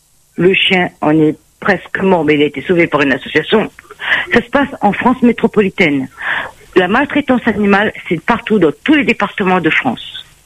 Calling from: Réunion

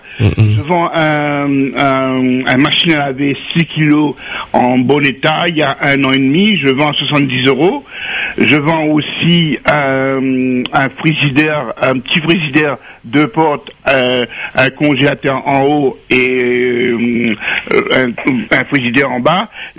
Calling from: Saint-Pierre, Réunion; Moi, je suis sur Saint-Pierre, Terre Sainte

